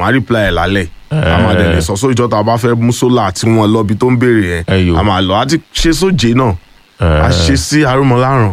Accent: Ibadan, Oyo, Nigeria; Èmi ò ọmọ Ìbàdàn ní mí.

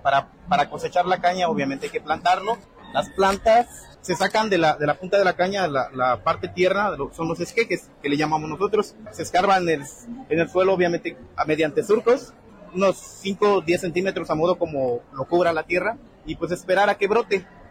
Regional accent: Coyutla, Veracruz, Mexico; Venimos de la zona del Totonacapan, de la comunidad de Panorama, municipio de Coyutla, Veracruz.

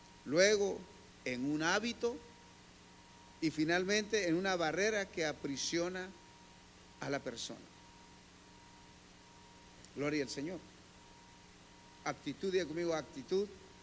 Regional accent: San Pedro Soloma, Huehuetenango, Guatemala; Yo soy de San Pedro Soloma.

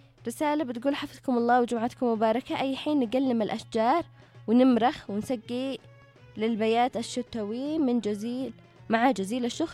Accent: Tihama, Yemen; نحن من تهامة، يقولوا لنا موسم الزراعة خلص، ما في زراعة معاكم عمراء.

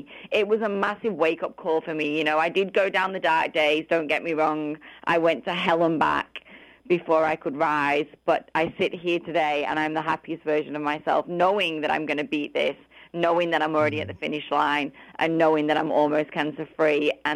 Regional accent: England, United Kingdom; now in Australia; But I'm actually originally from England. So if I lived in England

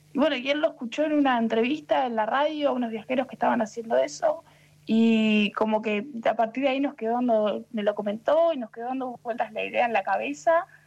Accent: Argentina; moved away as an adult; Soy argentina, tengo 30 años

